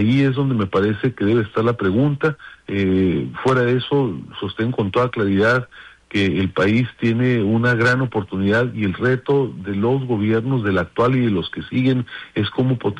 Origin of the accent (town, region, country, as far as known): Mexico